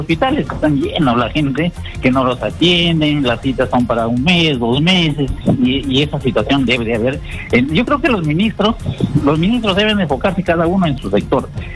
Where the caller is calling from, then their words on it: Chiclayo, Lambayeque, Peru; Yo soy de Chiclayo